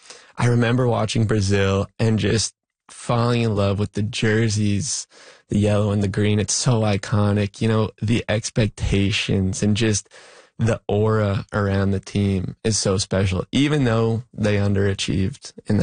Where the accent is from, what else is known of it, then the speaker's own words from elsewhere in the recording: Canada; Obviously, you know, I'm Canadian. I grew up in Canada.